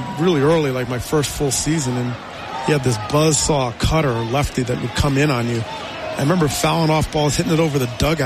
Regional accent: New Jersey, United States; he was from Jersey, I was from Jersey.

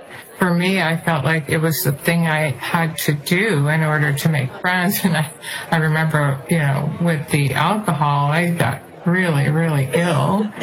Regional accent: New Hampshire, United States; I grew up in New Hampshire and near that small piece of coastline that New Hampshire has, so kind of a small-time girl.

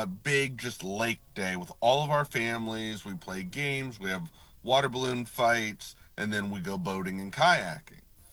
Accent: Ohio, United States; I grew up on Guilford Lake.

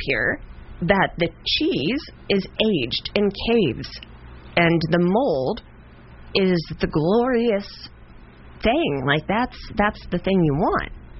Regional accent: Newton, Iowa, United States; born or raised there

